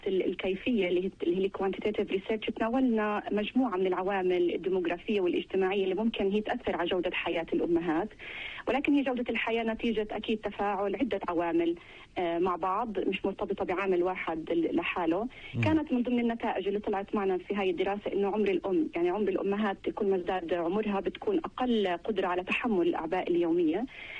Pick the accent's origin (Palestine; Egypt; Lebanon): Palestine; عندنا في فلسطين